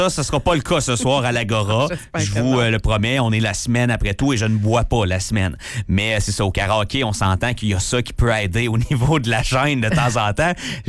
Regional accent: Val-d'Or, Quebec, Canada; moved away; dans mon coin de pays, à Val-d'Or

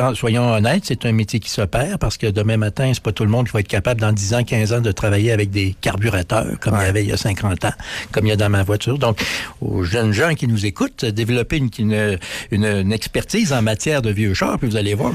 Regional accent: Quebec, Canada; et ça s'est fait chez nous au Québec.

